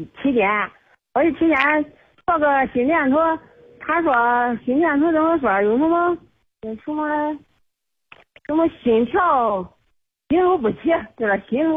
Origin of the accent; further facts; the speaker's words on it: Xuzhou, Jiangsu, China; 咱是农村的。